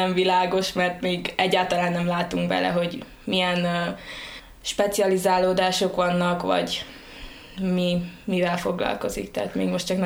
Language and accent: Hungarian; Szilágyvalla, Sălaj, Romania; now in Cluj-Napoca, Romania; Hát én Szilágyságból származom, Zila mellett egy faluból, Szilágyvalláról. Nagy családban születtem, haton vagyunk testvérek